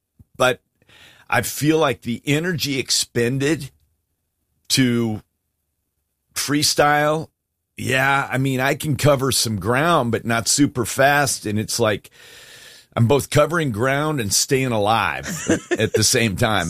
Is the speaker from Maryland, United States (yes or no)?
no; Alaska, United States; born and raised in Alaska, been all over the state